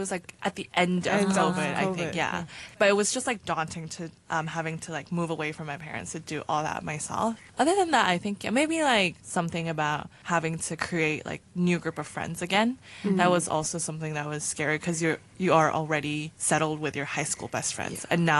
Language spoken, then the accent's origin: English; Beijing, China; And then I grew up in Beijing.